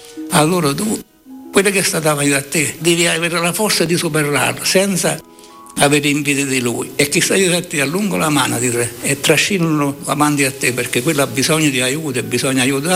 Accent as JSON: {"language": "Italian", "town": "Taurasi", "region": "Campania", "country": "Italy", "tie": "born or raised there", "said": "Io sono nato qua a Taurasi e sono vissuto qua, stato qua, ho fatto tanto per Taurasi."}